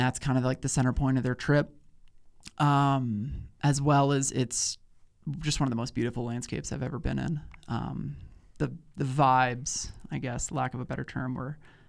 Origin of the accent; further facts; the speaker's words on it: Boulder, Colorado, United States; moved away as an adult; even though I grew up in Boulder